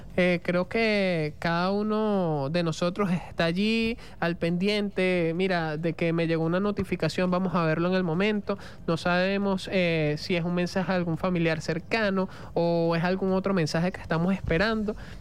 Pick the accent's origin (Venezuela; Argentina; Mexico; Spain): Venezuela; del humanismo de nosotros como venezolanos